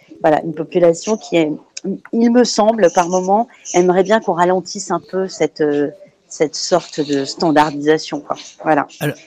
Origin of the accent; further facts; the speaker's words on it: France; now in Tangier, Morocco; j'ai grandi en France